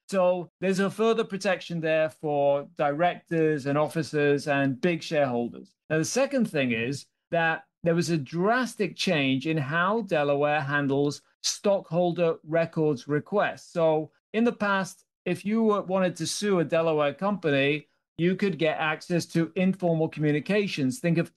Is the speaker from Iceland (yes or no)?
no; United Kingdom